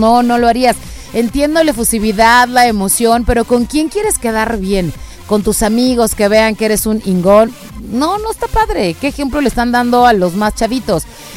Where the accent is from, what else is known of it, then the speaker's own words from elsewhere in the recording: Mexico; Somos mexicanos cool, padre, chingones.